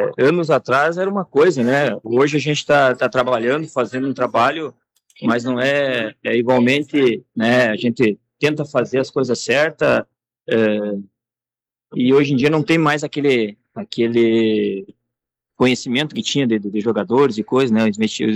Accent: Santa Bárbara, Brazil; now in Colorado, Brazil; eu saí de Santa Bárbara faz 28 anos que eu estou em Colorado.

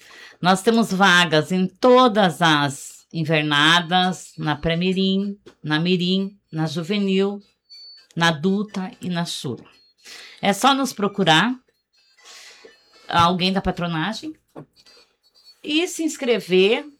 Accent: Rio Grande do Sul, Brazil; todos somos gaúchos

